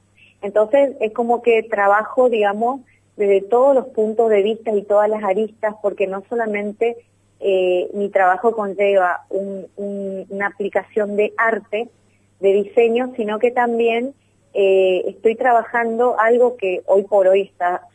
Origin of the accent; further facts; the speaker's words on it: Argentina; Si bien todos somos argentinos, cada zona tiene un determinado tipo de insumo, un determinado tipo de fibras vegetales.